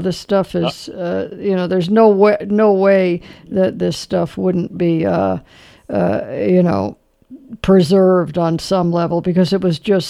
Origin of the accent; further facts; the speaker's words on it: Los Angeles, California, United States; born there; I was born in Los Angeles at Temple Hospital.